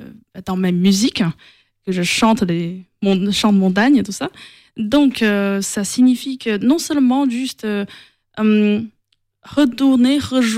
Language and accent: French; China; moved away as an adult; now in France; Alors déjà, je viens de la Chine.